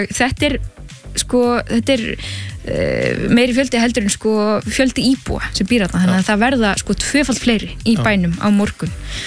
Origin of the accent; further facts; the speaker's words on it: Southern Region, Iceland; ég hérna ólst náttúrulega upp á Suðurlandi